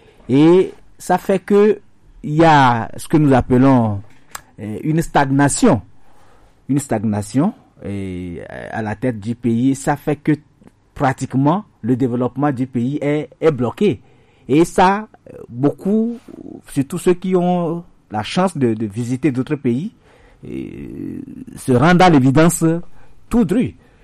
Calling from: Togo

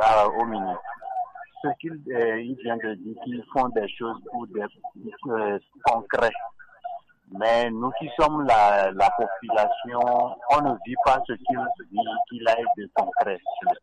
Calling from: Maritime, Togo; J'appelle à Vepozo.

